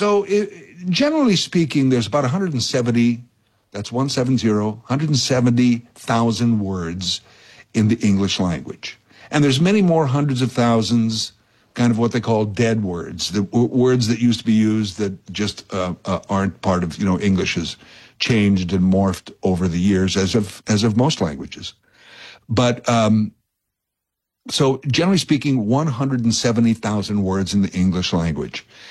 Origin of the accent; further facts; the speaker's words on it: Canada; I mean, it's a great part of being a Canadian is having two seasons, hockey season and the off season.